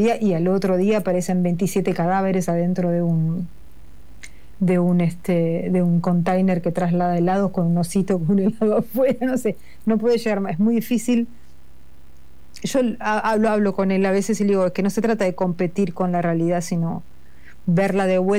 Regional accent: Argentina; Yo creo que la clase media argentina, que es lo que más conozco porque a la que más pertenezco

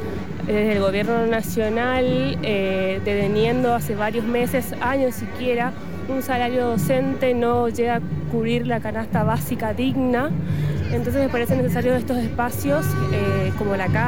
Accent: Corrientes, Argentina; vengo de Corrientes, estoy marchando acá en Misiones, en Posadas Misiones precisamente.

